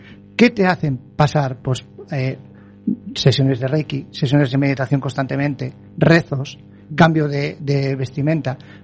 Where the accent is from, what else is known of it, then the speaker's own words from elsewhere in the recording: Baiona, Galicia, Spain; en mi zona de donde yo soy, en Bayona